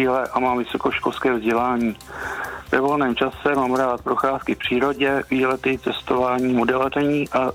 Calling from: Jičín, Hradec Králové Region, Czechia; Jsem z Jičína, je mi 36 let

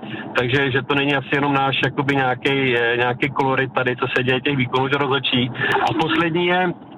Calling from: Pardubice, Pardubice Region, Czechia; Já jako hrdej Pardubák

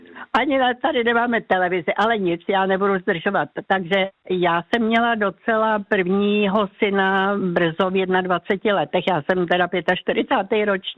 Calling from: Prague, Czechia; já jsem sice z Prahy, ale celé léto jsme tady v severních Čechách na chalupě

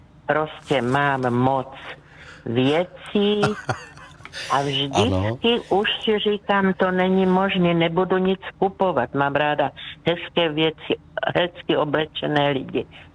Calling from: South Moravian Region, Czechia; Takže já jsem z Jižní Moravy, takže tam od Břeclavy

